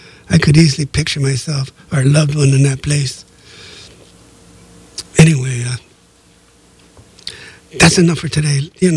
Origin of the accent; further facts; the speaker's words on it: Los Angeles, California, United States; Growing up in East L.A., you know, and all my friends were Latino